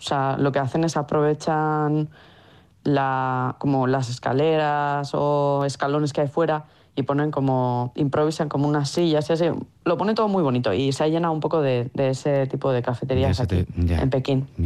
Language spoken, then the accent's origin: Spanish; San Sebastián, Basque Country, Spain; moved away as an adult; Sí, claro, me gusta mucho. Pero la verdad es que eso, yo me fui de Donosti a los 22 años y ahora voy a cumplir 40 ya en agosto.